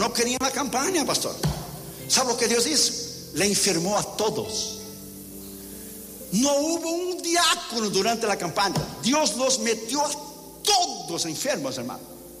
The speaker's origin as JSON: {"language": "Spanish", "country": "Brazil", "tie": "born or raised there", "second_language": "Spanish", "said": "yo soy de un tiempo, de la escuela dominical cuando era niño en Brasil."}